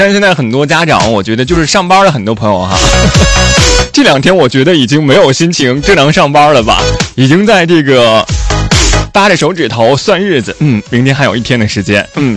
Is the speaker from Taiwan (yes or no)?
no; Zigong, Sichuan, China; moved away; 冷吃兔啊，冷吃牛肉啊，麻辣兔头啊，都是我们那边的。